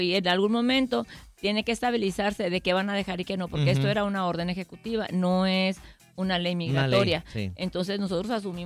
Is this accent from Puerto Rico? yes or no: no; Mexico; now in El Paso, United States; yo tuve mis hijos aquí cuando era mexicana. Bueno, con Max ya era residente, pero cuando tuve al grande, yo estaba viviendo aquí. Ahorita no me van a decir nada, ya soy americana.